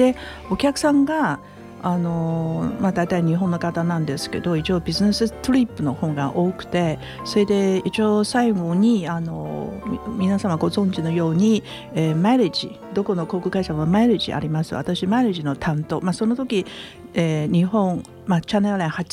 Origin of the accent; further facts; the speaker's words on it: Taiwan; moved away as an adult; now in Japan; 台湾の出身なんですけど、大学卒業したら日本に参りました。もう早いんですね。47年も日本にいました。